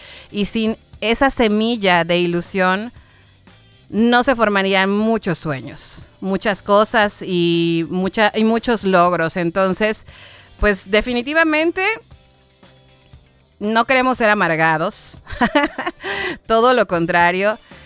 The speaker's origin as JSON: {"language": "Spanish", "country": "Mexico", "said": "que no solo ellos, sino nosotros como mexicanos lo dejamos todo, absolutamente todo."}